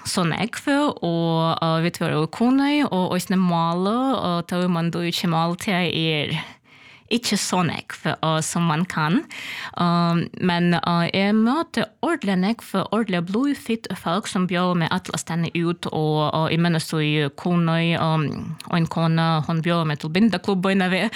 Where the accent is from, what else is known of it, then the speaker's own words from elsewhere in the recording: Kharkiv, Kharkiv Oblast, Ukraine; Swedish is a second language; moved away as an adult; now in Sweden; Jag var född i Kharkiv, det är största part av Ukraina. Jag var uppvuxen här, fick min utbyggning här. Och så 17 år, då jag var 25 år, flyttade till Kiev och bor här i 20 år.